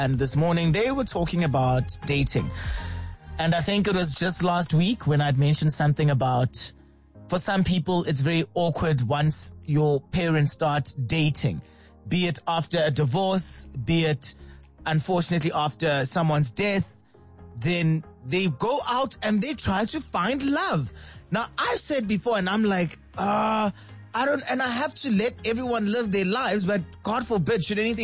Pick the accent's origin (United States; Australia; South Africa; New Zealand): South Africa; Bethlehem, Free State; I grew up in Bethlehem.